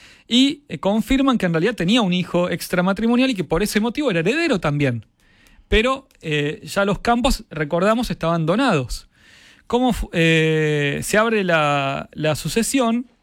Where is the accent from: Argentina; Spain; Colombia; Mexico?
Argentina; Buenos Aires; Iba a decir un pueblo en mi, porque soy tan porteño, pero es una ciudad en la provincia de Buenos Aires.